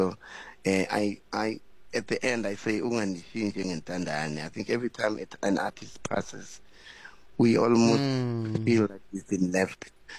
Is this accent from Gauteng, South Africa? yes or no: no; Limpopo, South Africa; when I was growing up in Limpopo.